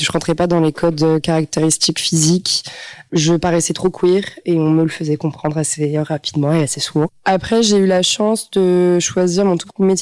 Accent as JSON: {"language": "French", "region": "Île-de-France", "country": "France", "also_born_or_lived": "Strasbourg", "lives_now": "Montpellier, France", "said": "Non, je viens de Paris à la base."}